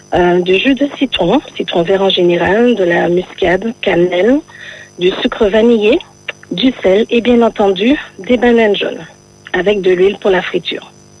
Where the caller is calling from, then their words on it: Martinique; Alors, moi, je vous appelle de la Martinique.